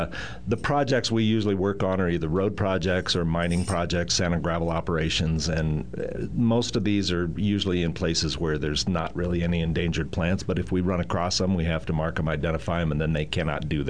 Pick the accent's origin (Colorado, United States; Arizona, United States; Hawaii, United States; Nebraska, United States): Arizona, United States; Prescott; I was born in Prescott Community Hospital, or Yavapai Community Hospital